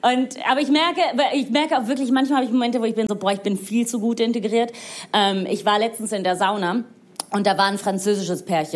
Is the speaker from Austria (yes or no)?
no; Rome, Lazio, Italy; German is a second language; now in Germany; Cool, ja, Finn hat's gesagt, ich bin in Rom aufgewachsen, ich bin Italienerin und ich weiß, ihr seid gerade alle unfassbar stolz auf mein Deutsch.